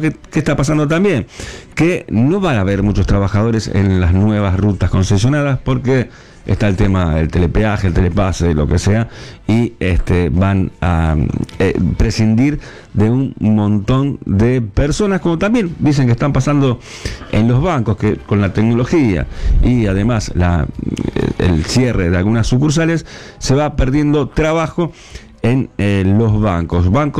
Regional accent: Argentina; estamos en Argentina, somos todos argentinos.

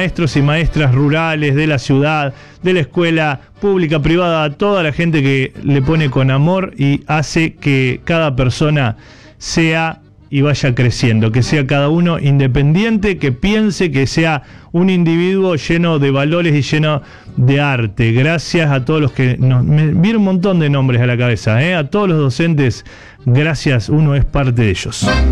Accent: Sanford, Santa Fe, Argentina; a mi pueblo natal, a Sanford.

